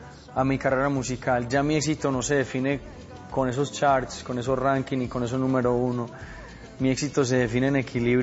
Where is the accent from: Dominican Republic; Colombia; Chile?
Colombia; Medellín, Antioquia; tengo la prioridad de disfrutar más mi tierra, Medellín